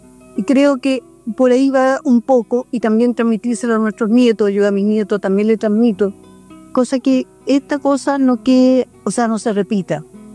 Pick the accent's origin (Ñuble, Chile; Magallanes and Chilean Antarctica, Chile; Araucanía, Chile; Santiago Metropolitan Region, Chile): Santiago Metropolitan Region, Chile; Las Condes; Yo fui presidente de una junta de vecinos en Las Condes, soy miembro del COSOC de Las Condes, y bueno, nací ahí y seguiré trabajando y denunciando todo lo que tenga que denunciar.